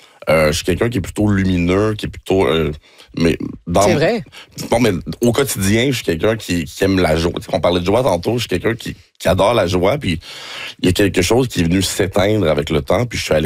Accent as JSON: {"language": "French", "town": "Montreal", "region": "Quebec", "country": "Canada", "tie": "born there", "said": "Mais je suis né à Montréal-Nord, par exemple."}